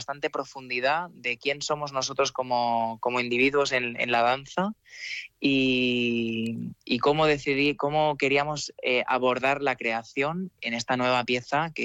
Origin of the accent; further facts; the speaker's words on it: Spain; nuestra propia identidad como creadores y como coreógrafos españoles